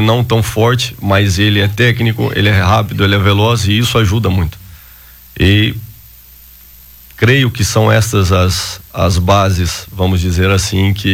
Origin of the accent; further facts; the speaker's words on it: Brazil; Eu, como brasileiro